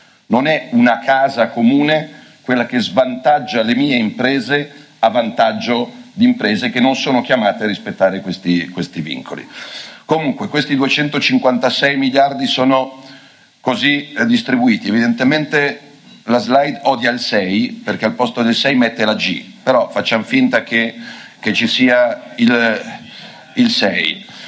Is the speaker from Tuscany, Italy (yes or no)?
no; Lombardy, Italy